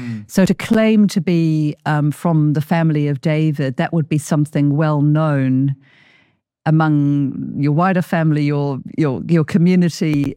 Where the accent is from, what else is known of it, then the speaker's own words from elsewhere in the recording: New Zealand; particularly, you know, I'm from New Zealand, in Māori culture